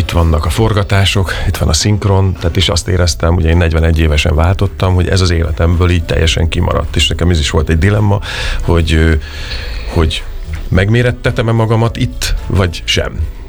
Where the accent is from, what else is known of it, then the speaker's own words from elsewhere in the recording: Debrecen, Hajdú-Bihar, Hungary; Nem, én debreceni vagyok, debreceni de én vagy. A főiskola után mentem a színművészeti után Szegedre.